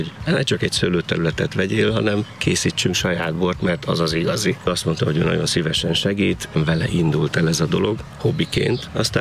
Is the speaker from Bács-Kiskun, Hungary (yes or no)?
yes; Jánoshalma, Bács-Kiskun, Hungary; alföldi vagyok eredetileg, az akkori jugoszláv, ma szerb határ mellől János Halmáról származom.